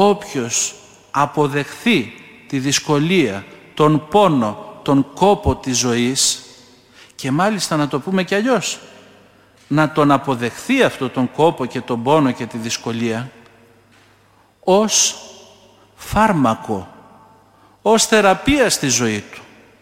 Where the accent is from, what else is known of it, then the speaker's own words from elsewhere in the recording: Peloponnese, Greece; Είναι από τα μέρη μου, κάτω από την Κυπαρισία.